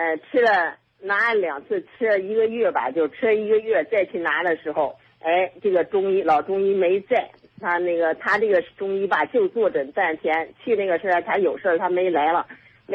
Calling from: Shijiazhuang, Hebei, China; 我是石家庄的

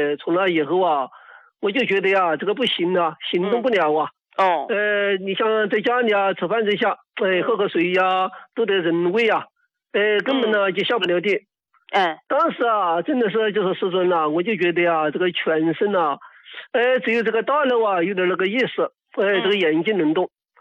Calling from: Chongqing, China; 我是重庆的呀，

